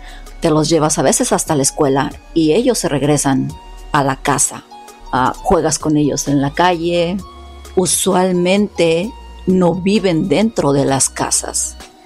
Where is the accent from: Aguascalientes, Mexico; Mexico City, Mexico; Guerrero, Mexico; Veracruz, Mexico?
Mexico City, Mexico; moved away as an adult; now in United States; Yo crecí en la Ciudad de México hasta los 21 años y después me vine para acá, para Estados Unidos.